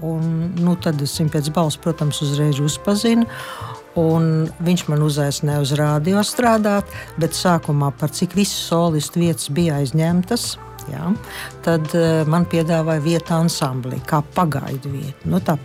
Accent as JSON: {"language": "Latvian", "region": "Courland", "country": "Latvia", "said": "Es jau tā kā kurzemniece"}